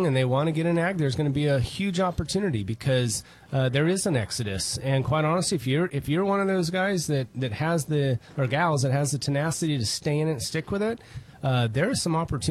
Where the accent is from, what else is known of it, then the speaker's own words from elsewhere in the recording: Madera, California, United States; I grew up in Madera on the family ranch.